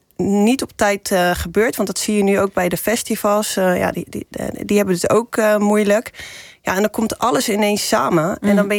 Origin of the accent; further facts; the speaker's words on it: Delft, South Holland, Netherlands; ik kom uit Delft.